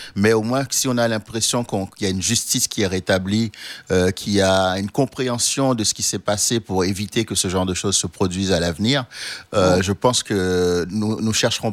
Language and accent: French; Haiti; moved away; je suis originaire d'Haïti